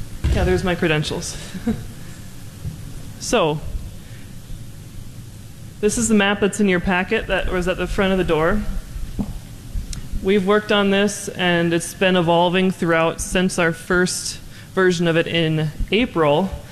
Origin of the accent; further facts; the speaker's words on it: Sheyenne, North Dakota, United States; I'm from Cheyenne, North Dakota, a town of about 180, right on 281 between Jamestown and Devil's Lake. I grew up on a farm and ranch in a small community